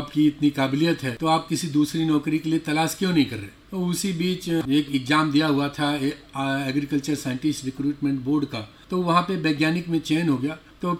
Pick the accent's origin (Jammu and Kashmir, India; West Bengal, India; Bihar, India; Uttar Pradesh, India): Uttar Pradesh, India; Bedipur; born there; मैं एक ग्रामीण पृष्ठभूमि से आता हूँ। हमारा जन्म कानपुर के एक गांव बेदीपुर में हुआ और हमारे पिताजी किसान थे